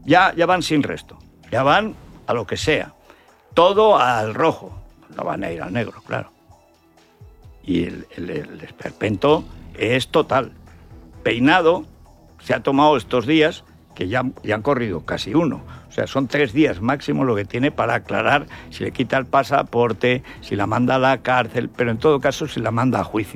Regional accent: Teruel, Aragon, Spain

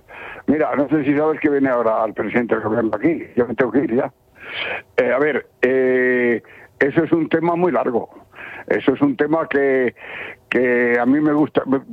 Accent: Tamajón, Castilla-La Mancha, Spain; y pues la gente de mi pueblo muy preocupada, ya poniéndose nerviosa, porque no pueden volver a... hay tres pedanías de Tamajón que están evacuadas

